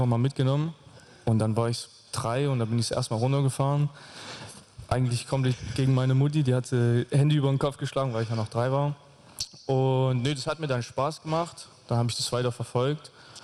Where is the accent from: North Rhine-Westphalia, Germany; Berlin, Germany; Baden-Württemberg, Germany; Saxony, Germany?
Saxony, Germany; Zwickau; Also ich komme aus Zwickau und in Zwickau gibt es die Plassebahn am Westsachsenstadion.